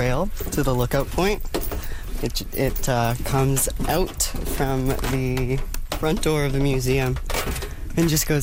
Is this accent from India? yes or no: no; Calgary, Alberta, Canada; I'm from Calgary, and I went to school in art history in Montreal